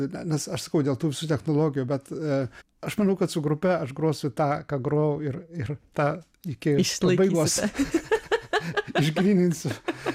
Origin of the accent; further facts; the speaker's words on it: Vievis, Vilnius County, Lithuania; Mes netgi beveik iš to pačio rajono, jisai iš Trakų, aš iš Vievio. Kažkada trakai buvo... Vievis buvo Trakų rajone, dabar Elektrėnų, aišku, savivaldybėj